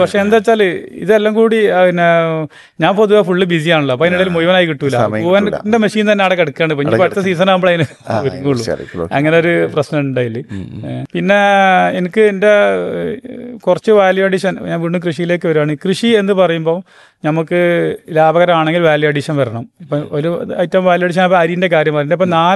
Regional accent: Kerala, India; നമ്മളീ മലബാർ മേഖലയിൽ നീലക്കൂവ ഉള്ളൂ.

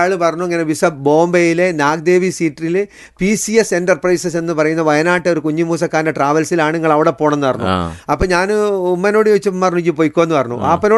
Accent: Thechi, Kerala, India; സത്യത്തിൽ ഞാൻ ജനിച്ചു വളർന്നപ്പോഴേ ഈ കിനാലൂർ എസ്റ്റേറ്റ് എന്ന് പറഞ്ഞ ഈ തൊഴിലാളികൾ താമസിക്കുന്ന ഇടത്ത് തെച്ചി എന്നൊരു കൊച്ചു ഗ്രാമത്തില് അവിടെ സ്ട്രീറ്റ് ലൈറ്റ് ഇല്ല, സ്കൂളുകളില്ല, ഒന്നുമില്ല.

